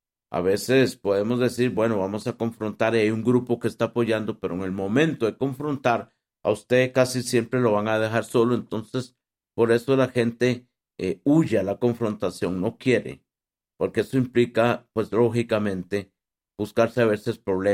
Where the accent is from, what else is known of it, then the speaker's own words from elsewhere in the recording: Costa Rica; no somos los ticos directos.